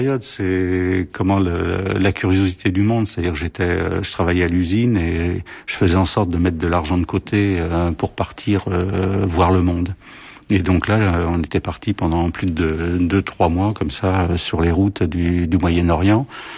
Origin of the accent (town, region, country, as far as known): Saint-Denis, Île-de-France, France; born or raised there; also born or lived in Aubervilliers